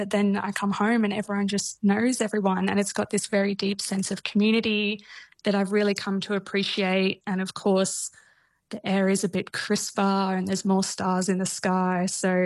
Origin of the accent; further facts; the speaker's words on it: Bairnsdale, Victoria, Australia; when I was growing up in Bairnsdale compared to now. And yeah, as you said, the Bairnsdale Church is one of them. Like, I grew up in Bairnsdale going to a Catholic school